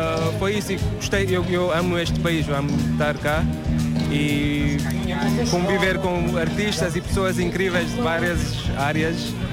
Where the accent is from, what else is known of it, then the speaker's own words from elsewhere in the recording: Goa, India; moved away as an adult; now in Portugal; E eu sou de Goa, estou cá em Portugal há 6 anos